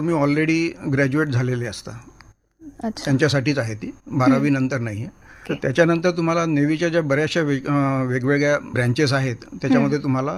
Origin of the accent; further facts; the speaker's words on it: Nagpur, Maharashtra, India; माझा जन्म आणि शिक्षण नागपुरात झालं आहे.